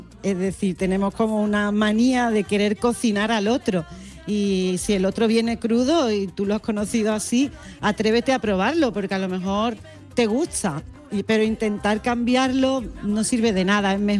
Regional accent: Utrera, Andalusia, Spain; yo vengo de Utrera

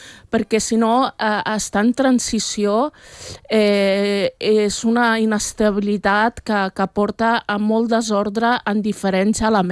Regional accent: Catalonia, Spain; jo no tinc nostàlgia, perquè jo sóc catalana espanyola, no tinc nostàlgia del Marroc

